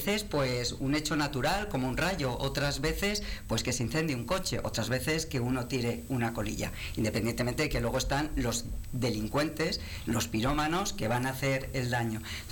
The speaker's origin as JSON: {"language": "Spanish", "country": "Spain", "said": "porque en definitiva todos somos españoles y las administraciones están ahí para eso, para ayudarse."}